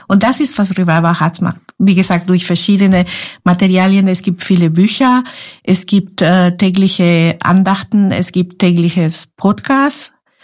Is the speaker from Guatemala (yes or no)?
yes; Guatemala; first language Spanish; German is a second language; now in Germany; Ich bin ja aus Guatemala und meine Muttersprache ist Spanisch.